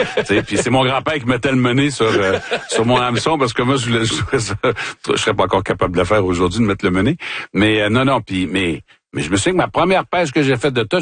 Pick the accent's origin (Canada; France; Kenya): Canada; Sorel, Quebec; Oui, parce que moi, j'ai grandi à Sorel. Puis c'est un endroit où je me sentais pas toujours bien.